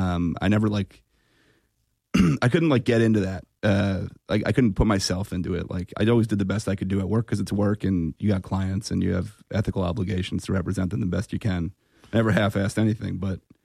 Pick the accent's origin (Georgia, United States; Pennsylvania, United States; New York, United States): Pennsylvania, United States; Philadelphia; I'm from Northeast Philly. I grew up with, like, real working people. I never was, like... around anything fancy until I went to law school